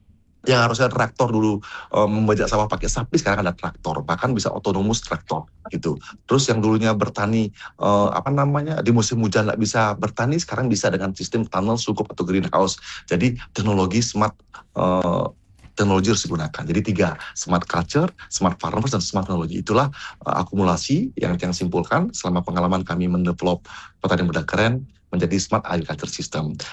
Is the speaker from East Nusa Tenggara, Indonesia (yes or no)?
no; Bali, Indonesia; Bagaimana budaya itu menjadi fondasi kita sebagai orang Bali.